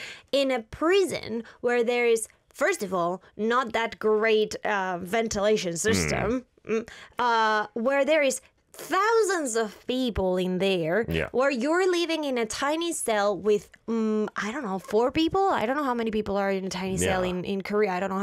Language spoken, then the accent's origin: English; Spain; First off, I am from Spain.